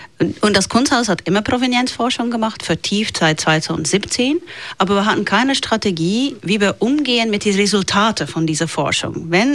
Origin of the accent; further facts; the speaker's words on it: Belgium; also born or lived in Netherlands; now in Switzerland; In Belgien haben wir uns vor allem